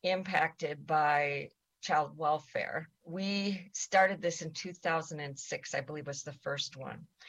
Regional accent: South Dakota, United States; I am from the Sichangu Lakota from the Rosebud Reservation in South Dakota.

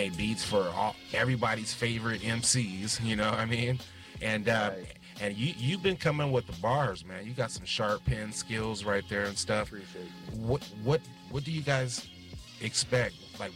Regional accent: California, United States; I'm from California.

